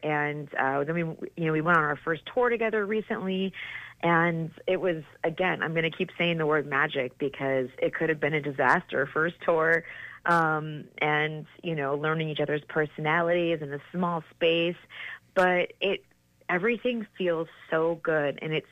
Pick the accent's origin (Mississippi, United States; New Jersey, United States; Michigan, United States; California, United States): Michigan, United States; moved away; when I was a teenager growing up in Michigan